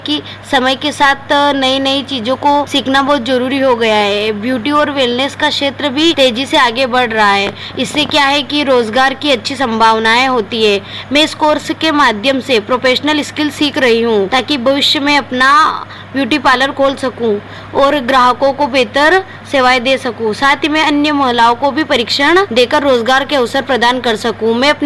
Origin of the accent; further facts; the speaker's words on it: Jhalawar district, Rajasthan, India; मैं झालावाड़ जिले के पिडावत तहसील के रायपुर के पास ग्राम दिवलखेड़ा की रहने वाली हूँ।